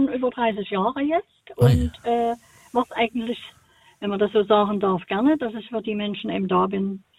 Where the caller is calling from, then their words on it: Leipzig, Saxony, Germany